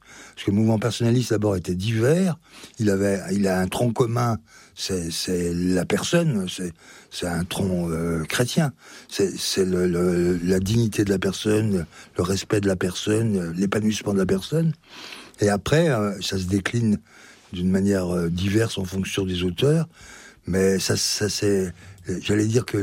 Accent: Belley, Auvergne-Rhône-Alpes, France; Et après, j'étais chez moi, je suis chez moi à Belley.

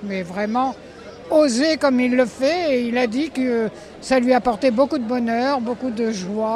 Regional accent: Aire-sur-la-Lys, Hauts-de-France, France; D'Air sur la Lys.

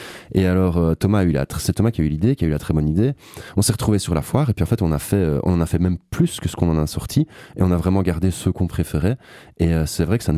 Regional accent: Liège, Wallonia, Belgium; je suis liégeois, donc je saurais pas te dire à quel point ça m'influence ou pas, vu que c'est moi.

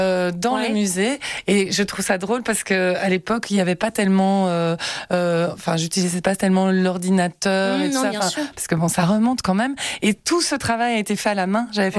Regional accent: Brussels, Brussels-Capital Region, Belgium; born there; Moi, je suis née à Bruxelles, donc je connais Bruxelles de gauche à droite, mais de différentes façons que des gens qui arrivent à Bruxelles.

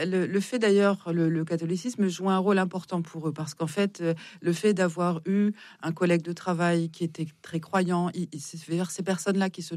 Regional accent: Épinal, Grand Est, France; born there; C'est ma ville, c'est ma ville natale.

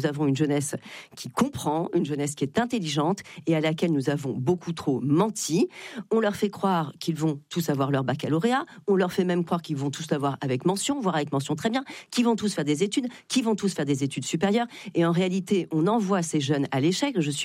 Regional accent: Nantes, Pays de la Loire, France; Je suis nantaise

